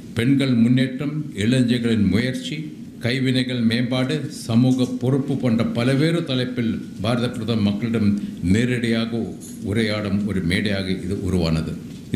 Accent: Gudalur, Tamil Nadu, India; born there; 1953 நான் பிறந்தேன். ஊட்டி பக்கத்து கூடலூர் என்ற கிராமத்தில்

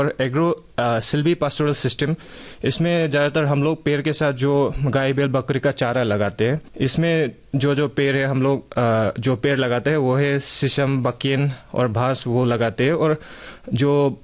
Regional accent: Imphal, Manipur, India; moved away; इम्फाल में जो मेरा होम टाउन है

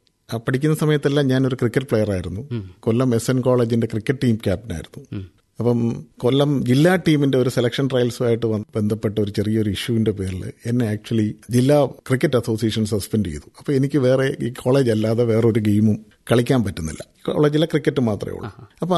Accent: Kalluvathukkal, Kerala, India; ഞാൻ കല്ലുവാതുക്കൽ എന്ന് പറഞ്ഞ വില്ലേജിൽ നിന്നാണ് വരുന്നത്.

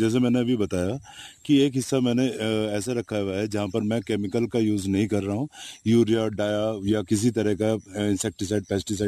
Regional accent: Uttar Pradesh, India; आलमसराय का रहने वाला हूँ।

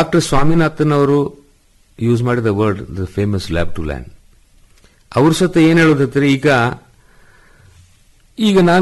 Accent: Kodagu, Karnataka, India; ಈಗ ನಾವು ಕೊಡಗಿನ ರೈತರು

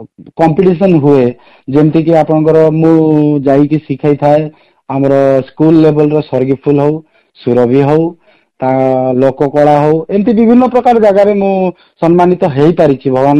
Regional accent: Nabarangpur, Odisha, India; ମୁଁ ଯେହେତୁ ମୋର ଜନ୍ମ ନବରଙ୍ଗପୁର ମାଟିରେ, ମୋର ପାଳି ବଢିକିରି ବଡ଼ ହେଇଛି, ନବରଙ୍ଗପୁର ମାଟିରେ ଖେଳିଛି

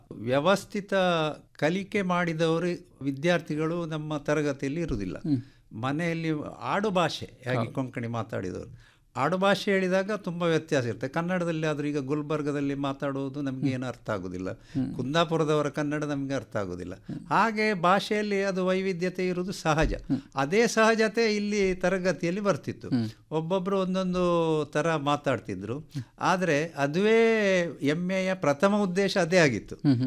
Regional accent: Kodiyala, Karnataka, India; moved away; also born or lived in Goa; ನಮ್ಮ ಊರು ಸುಳ್ಯ ತಾಲೂಕಿನ ಕೊಡಿಯಾಲ ಗ್ರಾಮ ಅಂತ. ನಮ್ಮ ಮನೆ ರಿಸರ್ವ್ ಫಾರೆಸ್ಟಿನ ತಳದಲ್ಲೇ ಇರೋದು.

